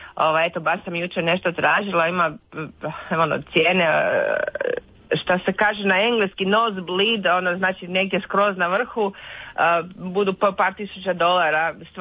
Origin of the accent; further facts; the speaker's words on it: Croatia; now in United States; mi smo Hrvati ovdje u useljeništvu